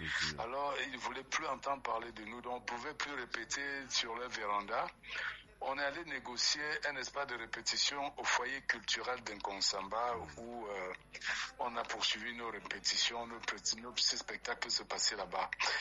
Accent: Nkongsamba, Littoral, Cameroon; now in Douala, Cameroon; On a grandi comme ça en Consamba.

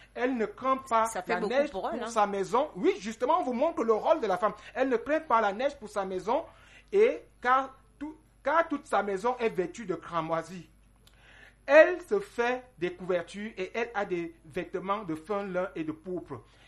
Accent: Cameroon; telle que nous sommes Camerounais.

